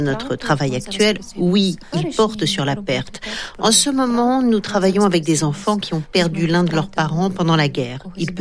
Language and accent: French; Lviv, Lviv Oblast, Ukraine; French is a second language; je viens de Lviv.